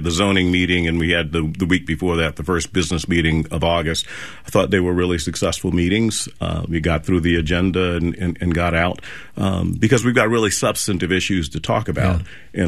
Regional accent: South Carolina, United States; moved away as an adult; also born or lived in Washington, D.C. / New Orleans; now in Charlotte, United States; It was closer to home for both of us. I grew up in South Carolina.

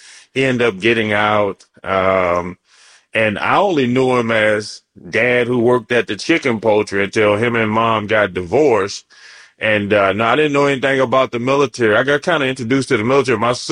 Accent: Alexandria, Louisiana, United States; also born or lived in Maine; So I ended up growing up in Alexandria, but I'm actually from Maine, but I don't want to lose my street credibility.

